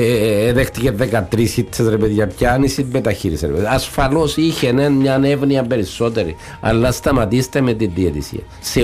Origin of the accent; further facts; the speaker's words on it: Greece; moved away; Όταν ήμουν μικρός, πήγαινα στα Γιάννηνα να δω τον Παναθηναϊκό, πήγαινα στο Αγρίνιο όταν ήμουν στην Ελλάδα.